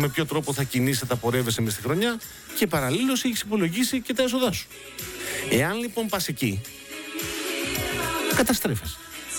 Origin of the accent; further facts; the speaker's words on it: Peloponnese, Greece; Όπως γνωρίζεις, Κασιανή μου, κατάγομαι από την Νότια Πελοπόννησο